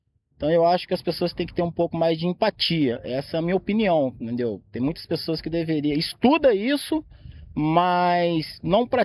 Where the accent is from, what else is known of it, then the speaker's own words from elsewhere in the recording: Bom Jesus do Itabapuana, Rio de Janeiro, Brazil; born there; also born or lived in Itaperuna; now in Juiz de Fora, Brazil; Eu sou nascido na cidade, né? Tenho orgulho de falar, de Bom Jesus do Itabapuana, né? Divisa com o Espírito Santo. E atualmente estou morando em Juiz de Fora, né? Morei em Itaperuna também